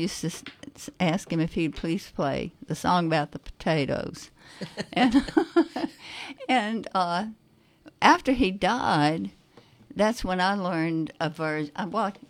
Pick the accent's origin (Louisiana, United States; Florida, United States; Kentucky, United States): Louisiana, United States; I grew up in Louisiana.